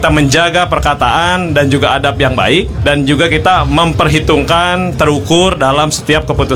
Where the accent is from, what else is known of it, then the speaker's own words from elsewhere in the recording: West Java, Indonesia; kita orang Sunda